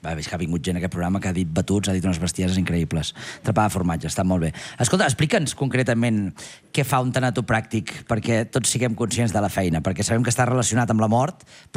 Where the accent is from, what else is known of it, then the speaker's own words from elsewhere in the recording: Muntanyola, Catalonia, Spain; Jo soc de la Mancomunitat de la Plana, jo soc de Muntanyola.